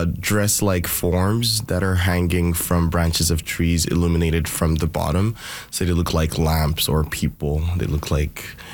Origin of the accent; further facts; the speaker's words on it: Nigeria; And I'm from Nigeria, and a lot of the clothes that we have are distributed through these markets